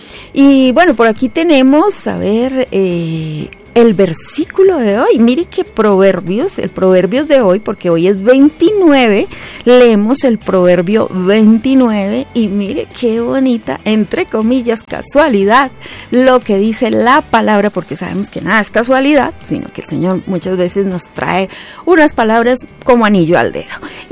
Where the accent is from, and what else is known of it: Colombia